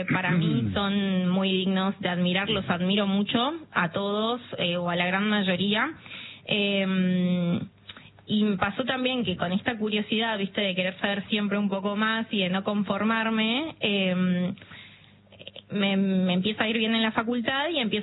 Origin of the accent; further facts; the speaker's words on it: Misiones, Argentina; moved away as an adult; now in Mar del Plata, Argentina; Estudié en la Universidad Nacional de Mar del Plata, yo soy de Misiones. Cuando termino el colegio me voy a vivir a Mar del Plata.